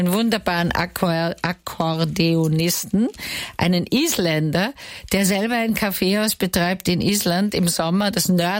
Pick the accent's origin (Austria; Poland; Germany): Austria; Meine Partnerin Teresita Coloredo und ich, wir sind beide Österreicherin und wir sind auch noch verwandt